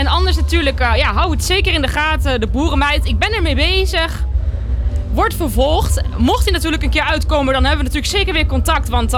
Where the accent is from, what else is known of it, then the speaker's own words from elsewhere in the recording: Wehl, Gelderland, Netherlands; also born or lived in Keijenborg; now in Giesbeek, Netherlands; Nee, ik ben opgegroeid in Wil op een boerderij.